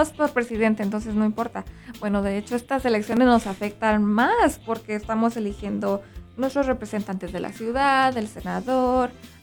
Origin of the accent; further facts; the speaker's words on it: Mexico; moved away; mi infancia en México